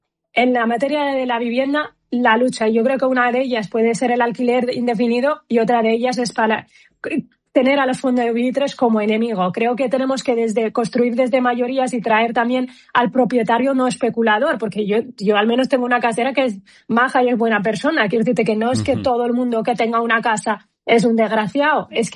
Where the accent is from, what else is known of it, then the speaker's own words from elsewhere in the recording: Western Sahara; la nacionalidad saharaui. Mira, yo obviamente aspiro a la libre determinación de mi pueblo